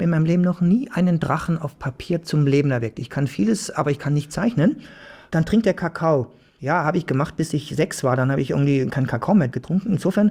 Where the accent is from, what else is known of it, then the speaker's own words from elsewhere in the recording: Swabia, Germany; ich bin Schwabe